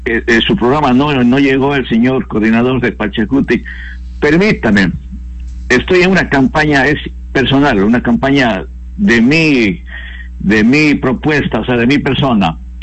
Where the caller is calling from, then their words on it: Ecuador; ecuatorianos